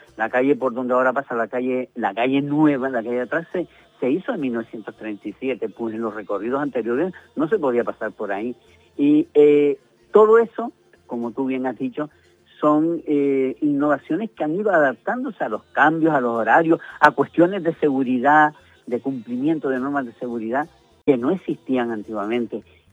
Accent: Teror, Canary Islands, Spain; los hombres y mujeres de Teror

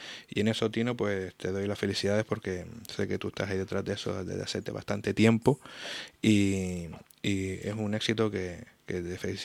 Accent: Teror, Canary Islands, Spain; Yo creo que para la gente que es de Teror, como yo soy de Teror, es un orgullo

